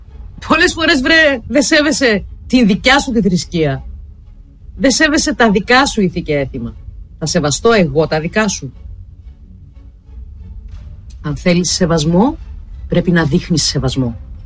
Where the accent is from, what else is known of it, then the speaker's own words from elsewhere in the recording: Greece; born there; είμαι Ελληνίδα, πατριώτισα, που σέβεται την παράδοσή της, τα ήθη, τα έθιμα και τις αξίες της, που τιμά τη χώρα που τη γέννησε και το χριστιανισμό, και δεν είμαι μειονότητα στη χώρα μου